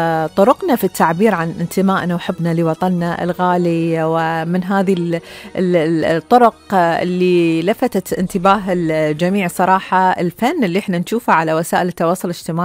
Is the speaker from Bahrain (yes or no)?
yes; Bahrain; بلادنا البحرين أم تراعينا وقلب هيم فيها، لأن البحرين بالنسبة لنا مو مجرد مكان نعيش فيه